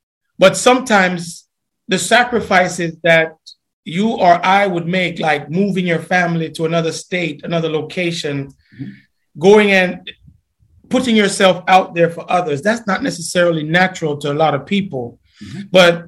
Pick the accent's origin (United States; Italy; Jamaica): Jamaica; moved away; we grew up in Jamaica